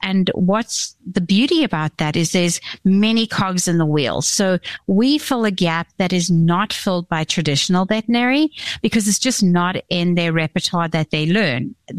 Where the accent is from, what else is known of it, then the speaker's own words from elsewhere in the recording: South Africa; moved away as an adult; now in Texas, United States; So I'm from the deep south. I'm from South Africa.